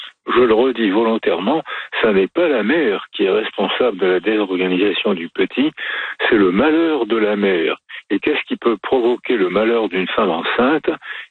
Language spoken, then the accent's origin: French; France; born there; moi je suis né en France, donc je parlais français sans accent, et je crois que mon père devait avoir gardé un accent polonais